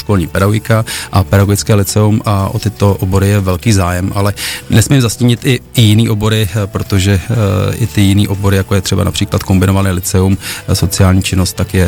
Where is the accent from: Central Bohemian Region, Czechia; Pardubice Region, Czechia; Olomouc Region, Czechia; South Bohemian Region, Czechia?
Central Bohemian Region, Czechia; Kladno; jsem pyšný jako Kladeňák